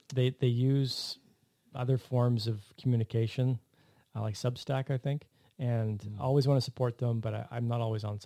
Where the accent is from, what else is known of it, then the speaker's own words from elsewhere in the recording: Lake Country, British Columbia, Canada; I grew up on Cars Landing Road up in Lake Country.